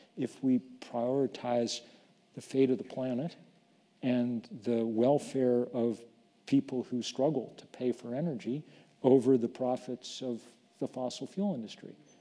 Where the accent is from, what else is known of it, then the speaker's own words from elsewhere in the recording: United States; as an American